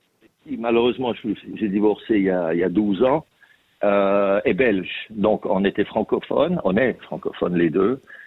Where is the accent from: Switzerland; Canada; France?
Switzerland; Crissier, Vaud; moved away as an adult; now in Brisbane, Australia; j'ai grandi à Lausanne, à Crissier. Puis je suis venu ici en Australie après avoir fait un tour du monde.